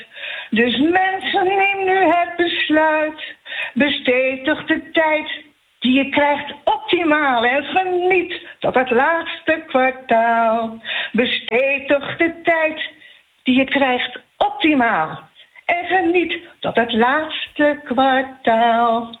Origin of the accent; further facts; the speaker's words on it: North Holland, Netherlands; Je weet, ik kom zelf ook uit de Zaanstreek.